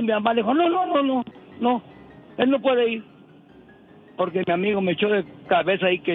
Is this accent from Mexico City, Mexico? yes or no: no; Guadalajara, Jalisco, Mexico; Yo soy ahí de Guadalajara y sí, yo me iba al gimnasio hacer gimnasio y peso y guantes y todo, iba con un amiguito.